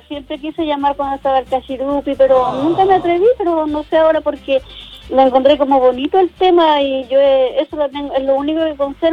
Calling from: Talcahuano, Biobío, Chile; Aquí de Talcahuano, en el Cerro Cornudo.

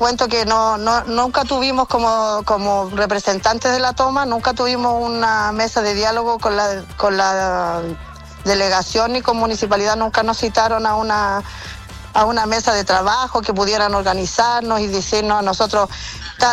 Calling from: Chile; Como chilena que soy y vivo acá.

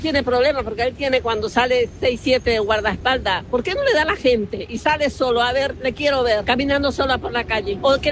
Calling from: Quilmes, Buenos Aires Province, Argentina; Yo soy de la provincia y soy de Quilmes.

